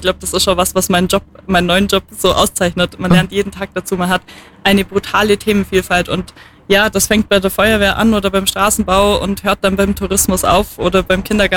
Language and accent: German; Knottenried, Bavaria, Germany; also born or lived in Immenstadt; Ich bin zwar in Immenstadt geboren, ja, aber in Knottenried aufgewachsen, ah ja, bei guten der. 30 Häusern auf 1000 Meter Höhe.